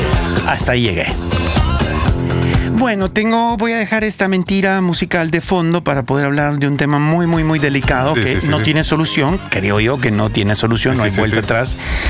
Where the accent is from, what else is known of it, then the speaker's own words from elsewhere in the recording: El Salvador; Yo crecí en El Salvador